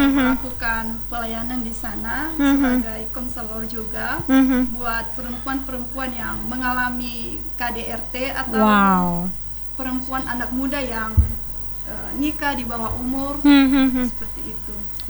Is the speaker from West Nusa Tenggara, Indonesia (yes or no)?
no; North Sumatra, Indonesia; Saya dari Nias Utara, lebih tepatnya di Kecamatan Tuemberua.